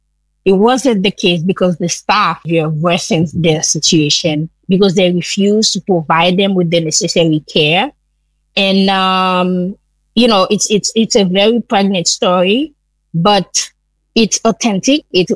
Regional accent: Jacmel, Sud-Est, Haiti; moved away as an adult; also born or lived in London; now in Puerto Rico; the road leading to Jacmel, my hometown

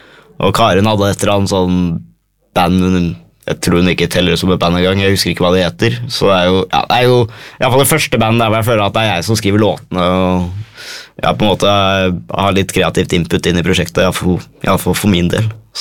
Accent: Oslo, Norway; accent: broad Oslo dialect; Nei, jeg gikk fra Østfold, jeg er fra Oslo.

